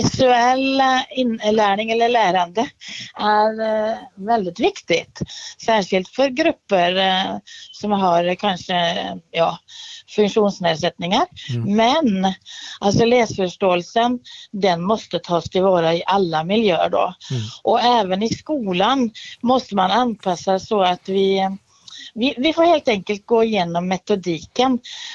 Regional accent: Norway; I Norge, där jag kommer ifrån ursprungligen, så har vi ofta 2 lärarsystem.

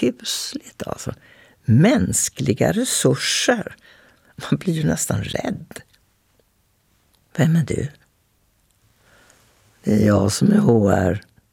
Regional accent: Linköping, Östergötland, Sweden; now in Stockholm, Sweden; Och så är vi båda från Bomvirsland, vi är lantisar alltså. Jag är från Linköping, han från Grisslehamn. Och har båda begett oss till Stockholm för att överleva.

